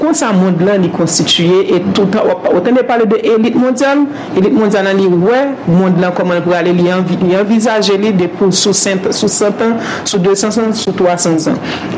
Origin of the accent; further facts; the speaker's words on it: Haiti; moved away as an adult; also born or lived in Japan / Senegal; Je connais que je suis une femme, et je suis un haïtien, et je suis fier de ce que je suis haïtien.